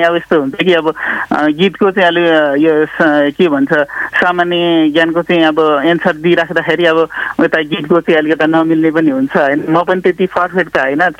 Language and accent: Nepali; Sindhuli, Bagmati, Nepal; moved away; also born or lived in Kathmandu; मेरो गाउँमा पनि अब सिन्धुलीमा